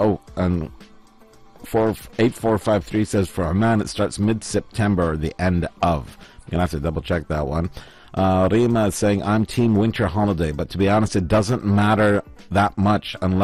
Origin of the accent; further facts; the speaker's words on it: Salalah, Dhofar, Oman; I'm from Salala.